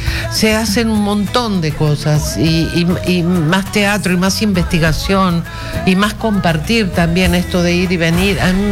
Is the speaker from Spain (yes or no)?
no; Argentina; moved away as an adult; now in Peru; Yo soy argentina, pero claro, hace 26 años que estoy acá